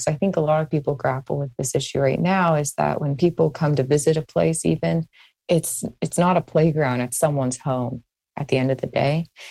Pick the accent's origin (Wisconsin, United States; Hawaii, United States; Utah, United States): Hawaii, United States; growing up in Hawaii, books were my way of like expanding my horizons and living experiences or having experiences I'd never get to have on my island, you know?